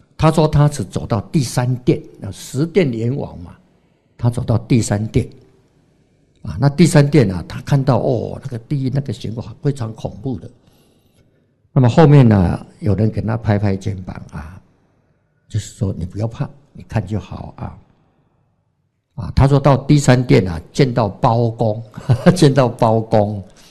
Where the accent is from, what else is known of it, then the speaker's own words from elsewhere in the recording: Taiwan; accent: Taiwanese; 老板娘听到我们是台湾口音的啊，讲台语的就特别亲切呀